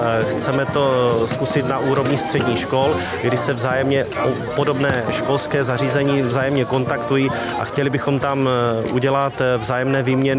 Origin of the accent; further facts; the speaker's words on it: Uherský Brod, Zlín Region, Czechia; které se každoročně koná nejenom v různých městech, ale také u nás v Uherském Brodě, kdy budeme otvírat různé památky, které město má